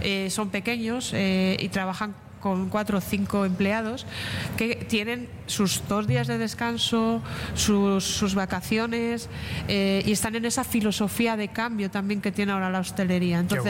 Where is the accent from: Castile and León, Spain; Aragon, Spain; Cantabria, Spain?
Castile and León, Spain; Burgos; soy de Burgos y siempre he estado allí